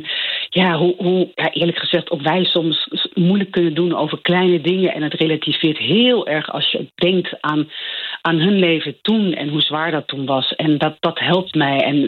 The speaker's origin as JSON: {"language": "Dutch", "region": "Overijssel", "country": "Netherlands", "tie": "born or raised there", "accent": "Twents", "first_language": "Twents", "second_language": "Dutch", "said": "Ik wilde in het Twents zingen, had ik bedacht. Gewoon terug naar mijn moedertaal."}